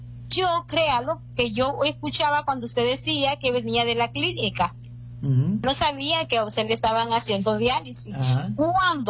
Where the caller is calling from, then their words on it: Choluteca, Honduras; De Honduras, Choluteca.